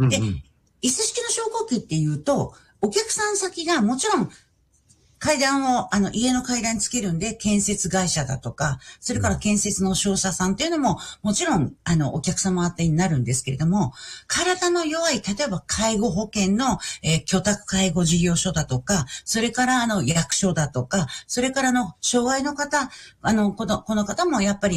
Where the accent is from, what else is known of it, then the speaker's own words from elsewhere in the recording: Yokohama, Kanagawa, Japan; 私もともとですね、まあ、横浜で生まれて育っております